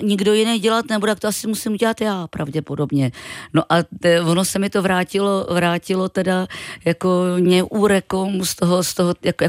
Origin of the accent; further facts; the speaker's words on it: České Budějovice, South Bohemian Region, Czechia; to je v podstatě moje dětství v Českých Budějcích.